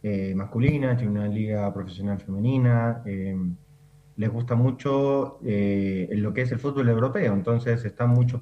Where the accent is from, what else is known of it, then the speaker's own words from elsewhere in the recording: Argentina; porque como yo soy argentino, ella puede tener la nacionalidad argentina